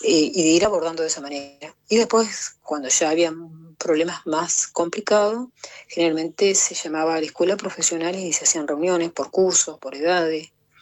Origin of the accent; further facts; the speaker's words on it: Gualeguay, Entre Ríos, Argentina; born there; moved away as an adult; yo viviendo en Gualeguay